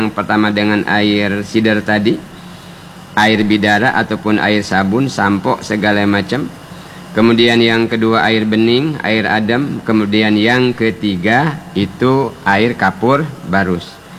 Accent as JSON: {"language": "Indonesian", "region": "Bangka Belitung Islands", "country": "Indonesia", "said": "Kalau kata kita orang Bangka, bedaruk."}